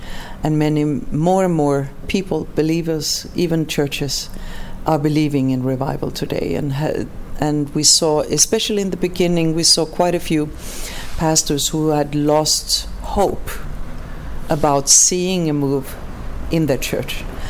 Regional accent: Sweden; moved away; I'm from Sweden and he's from Denmark.

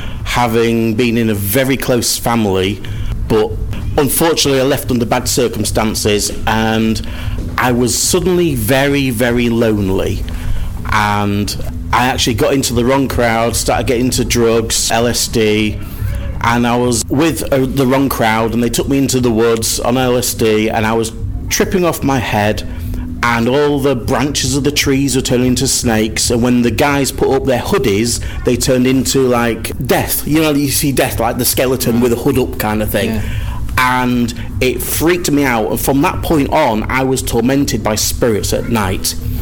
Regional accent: East Midlands, United Kingdom; moved away; I'm from Lincolnshire, originally, and there's a network of churches there based in Lincoln called Ground Level, and we were part of that network of churches, the New Life Churches

